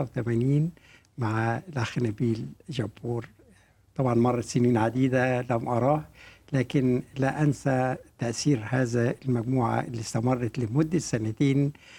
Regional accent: Egypt; عندنا في مصر الالتزام بالمواعيد قضية

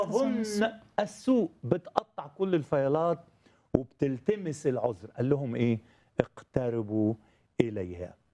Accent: Minya Governorate, Egypt; أنا صعيدي ومن المنيا يعني ومن القرى كمان،

